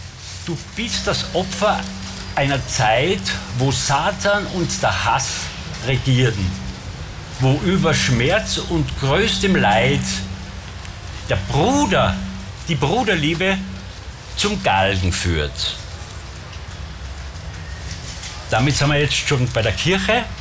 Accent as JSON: {"language": "German", "town": "Bramberg", "region": "Salzburg", "country": "Austria", "said": "Eines der Beispiele ist aus Bramberg, wo ich herkomme, die Anna Meilinger."}